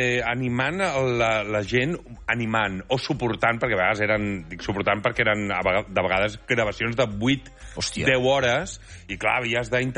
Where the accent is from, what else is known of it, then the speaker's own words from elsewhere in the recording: L'Hospitalet de Llobregat, Catalonia, Spain; Jo sóc de l'Hospitalet